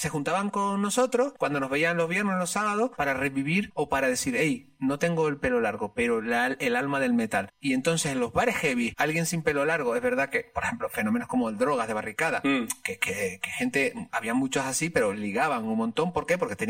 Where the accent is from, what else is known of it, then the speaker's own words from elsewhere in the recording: La Palma, Canary Islands, Spain; al menos yo lo que recuerdo mucho en La Palma, desde donde yo soy